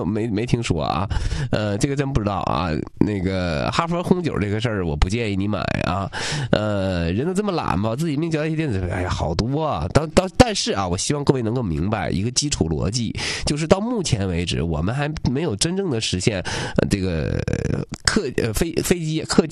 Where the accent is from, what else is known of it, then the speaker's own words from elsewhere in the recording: Liaoyuan, Jilin, China; 比如说我辽源人